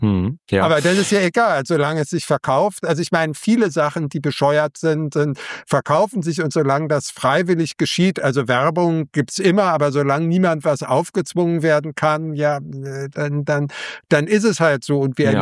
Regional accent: Berlin, Germany; born there; Also wir sind, wie gesagt, wieder beide Jahrgang 66. Ich bin in West-Berlin geboren, also hatte das Glück, auf der westlichen und nicht der östlichen Seite geboren zu werden.

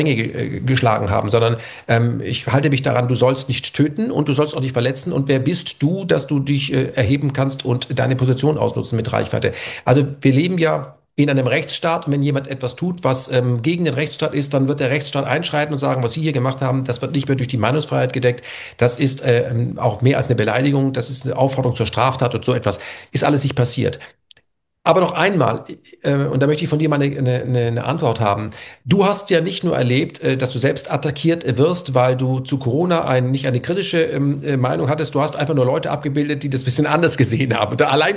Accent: Germany; Weil ich bin in Deutschland groß geworden, da gab es auch die RAF

